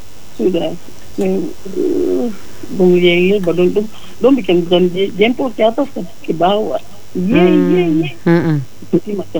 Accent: Papua, Indonesia; Kami Papua diistimewakan sekali.

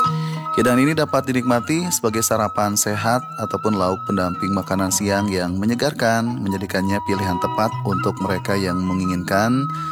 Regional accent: West Java, Indonesia; Walaupun saya orang Sunda

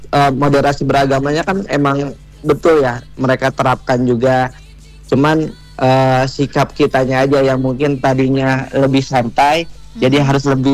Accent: Bandung, West Java, Indonesia; moved away as an adult; now in Sharjah, United Arab Emirates; Aku asli Bandung, Kak.

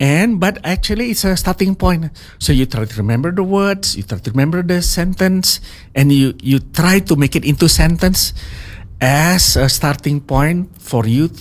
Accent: Tanjung Pinang, Riau Islands, Indonesia; moved away; At that time, because in my hometown, Tanjung Pinang.

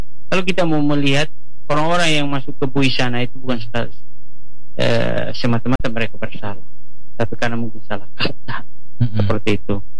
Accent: East Nusa Tenggara, Indonesia; ritualnya dalam kalangan kami orang Atoni itu adalah Nakete.

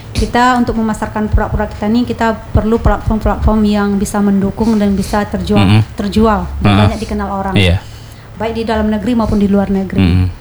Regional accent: Indonesia; kita kan Indonesia

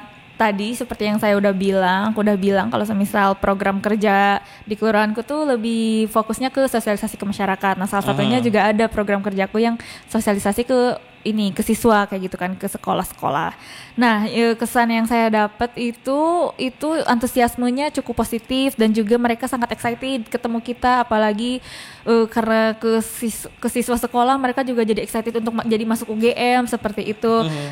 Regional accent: Garut, West Java, Indonesia; moved away; also born or lived in Yogyakarta; Jadi aku tuh kan dari ini ya, Bang, dari Garut.

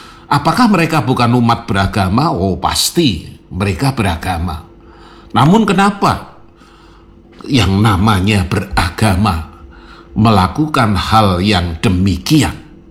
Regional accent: Surakarta, Central Java, Indonesia; karena saya orang Solo

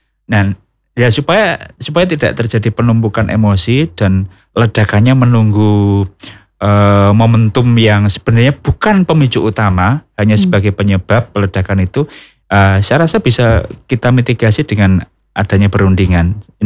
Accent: Rembang, Central Java, Indonesia; tapi saya orang Rembang, Mbak.

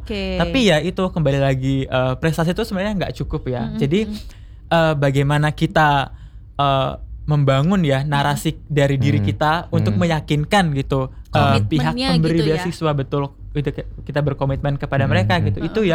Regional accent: East Nusa Tenggara, Indonesia; moved away

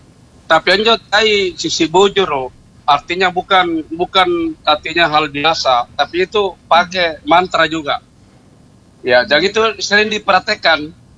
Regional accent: Makassar, South Sulawesi, Indonesia; Jadi memang terbukti kita Bugis Makassar.

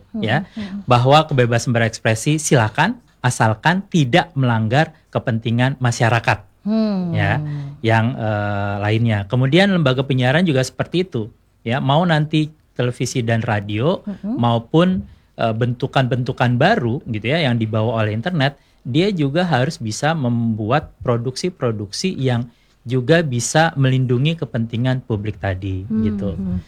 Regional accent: Aceh, Indonesia; membawa identitas kita sebagai suatu bangsa gitu ya, sebagai orang Aceh ya khususnya misalnya.

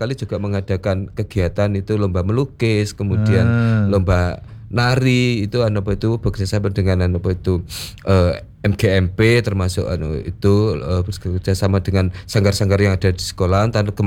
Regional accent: Tulungagung, East Java, Indonesia; born or raised there; now in Sidoarjo, Indonesia

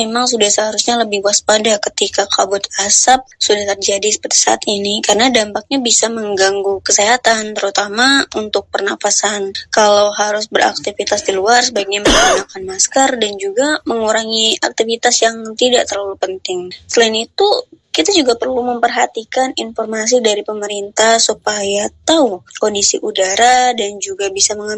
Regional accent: Talang Betutu, South Sumatra, Indonesia; dan saya dari Talang Betuto.

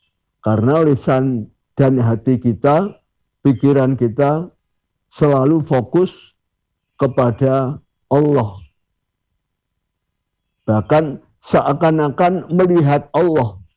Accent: Java, Indonesia; Walaupun kita orang Jawa, keyakinan kejawen ya jangan diyakini

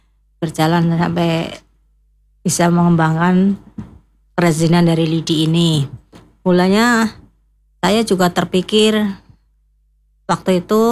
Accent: Banyumas, Central Java, Indonesia; Saya dari Desa Singasari, RT1 RW9, Kecamatan Karangluas, Kabupatennya Banyumas, Jawa Tengah.

